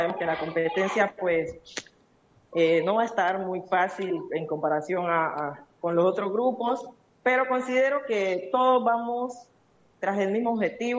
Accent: Buenaventura, Valle del Cauca, Colombia; somos de Buenaventura, vamos desde Buenaventura

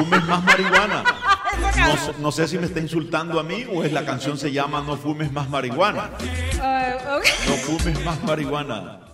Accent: Cartagena, Bolívar, Colombia; Si el que va a fumar es él. Yo soy de Cartagena y quiero escuchar.

